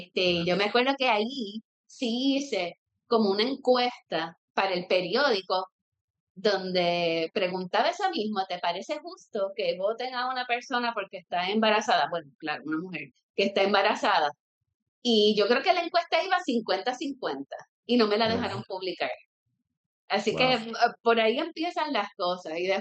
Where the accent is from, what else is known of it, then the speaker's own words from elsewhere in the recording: Caguas, Puerto Rico; also born or lived in Humacao; yo me crié en Caguas, pero después como que me mudé y no hubo como, no sé cómo decirlo.